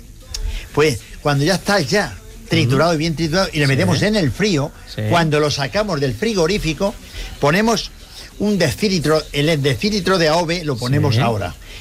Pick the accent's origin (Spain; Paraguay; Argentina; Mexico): Spain; Toledo, Castilla-La Mancha